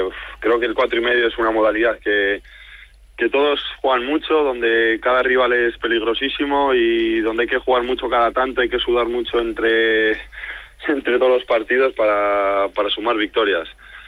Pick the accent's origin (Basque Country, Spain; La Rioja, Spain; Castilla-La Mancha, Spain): La Rioja, Spain; Soy un riojano bastante falso. No me gusta el vino, no me gusta la cerveza.